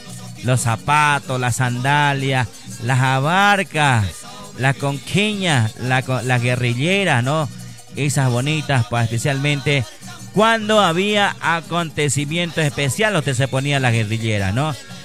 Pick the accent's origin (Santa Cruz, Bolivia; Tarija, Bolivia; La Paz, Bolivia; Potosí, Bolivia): Santa Cruz, Bolivia; Vallegrande; Saludos a todos los agricultores, agricultor de mi tierra